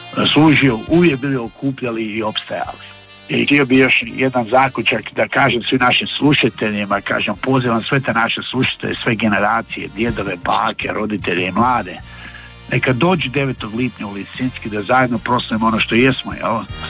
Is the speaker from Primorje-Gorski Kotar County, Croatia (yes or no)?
no; Zagreb, City of Zagreb, Croatia; moved away as an adult; now in United States; Ja sam rodom rođen Zagrebčanin, odrastao sam u Dubravi, cijeli svoj život, zapravo svoje te mlade dane. Proveo sam igrajući nogomet u Dubravi